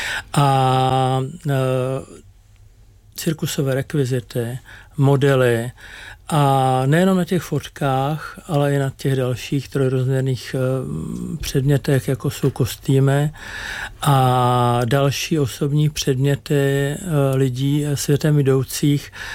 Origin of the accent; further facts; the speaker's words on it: Prague, Czechia; Já jsem kluk z Letné. Na Letné byly dva fenomény, cirkusy a Sparta.